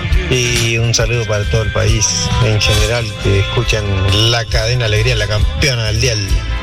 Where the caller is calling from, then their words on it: Villa Carlos Paz, Córdoba, Argentina; Te escucho desde Villa Carlos Paz, de la 92.1.